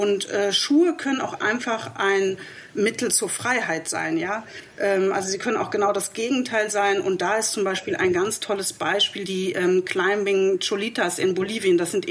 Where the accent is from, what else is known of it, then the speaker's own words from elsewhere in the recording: Leipzig, Saxony, Germany; und dann habe ich halt erstmal rund um meine Heimatstadt Leipzig recherchiert.